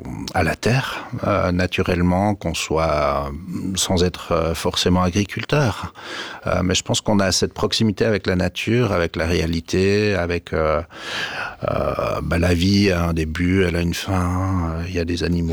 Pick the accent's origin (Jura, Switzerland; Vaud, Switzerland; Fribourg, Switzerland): Jura, Switzerland; Delémont; also born or lived in Paris; Moi, j'ai grandi à Delémont, donc on a grandi dans ce terrain d'indépendance